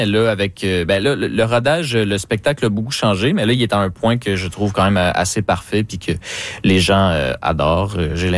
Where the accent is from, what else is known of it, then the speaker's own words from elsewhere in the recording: Saint-Jérôme, Quebec, Canada; moi, je viens de Saint-Jérôme, puis eux aussi.